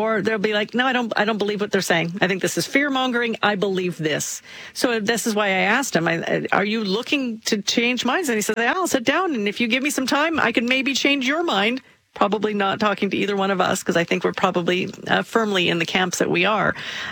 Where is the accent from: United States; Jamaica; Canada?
Canada; Alberta; I don't go to Vietnam and say, oh yeah, I'm from Alberta. No, I say, hi, I'm from Canada.